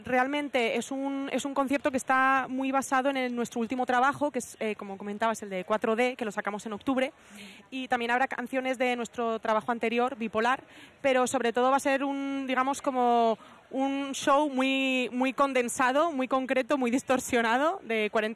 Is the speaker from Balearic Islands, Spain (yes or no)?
no; Zaragoza, Aragon, Spain; Pues sí, nosotras somos de Zaragoza, nos conocimos allí